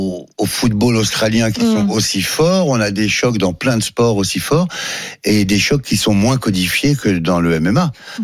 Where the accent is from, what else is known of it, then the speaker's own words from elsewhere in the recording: Paris, Île-de-France, France; Non, je suis parisien